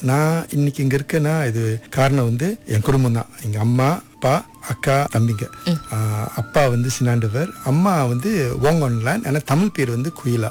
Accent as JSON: {"language": "Tamil", "country": "India", "said": "நான் ஒரு இந்தியன் அந்த ஒரு அந்த உணர்ச்சியெல்லாம் வந்து அக்கா தான் கொடுத்தாங்க"}